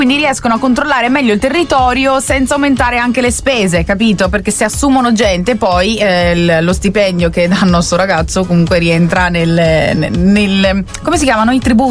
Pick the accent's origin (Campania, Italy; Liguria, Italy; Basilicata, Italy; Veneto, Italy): Veneto, Italy; Cornuda; now in Volpago del Montello, Italy; Io sono cresciuta a Cornuda.